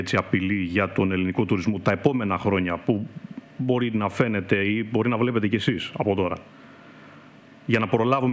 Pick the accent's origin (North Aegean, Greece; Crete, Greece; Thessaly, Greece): North Aegean, Greece; Samos; είμαστε ένα νησί το οποίο είμαστε μακριά από την Αθήνα